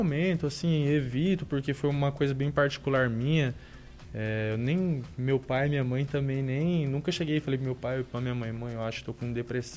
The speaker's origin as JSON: {"language": "Portuguese", "town": "Itanabi", "region": "São Paulo", "country": "Brazil", "said": "Eu sou de Itanabi, São Paulo."}